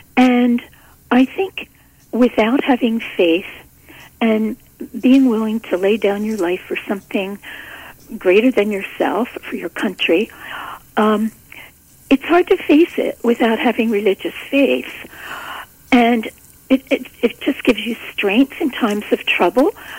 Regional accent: Philadelphia, Pennsylvania, United States; I am from the Philadelphia area, and my parents are both from, well, now both of them gone, but my parents are from the Philadelphia area

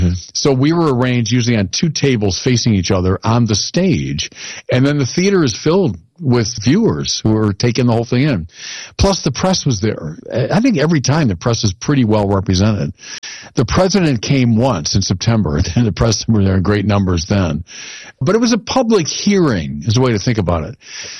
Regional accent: United States; as an American

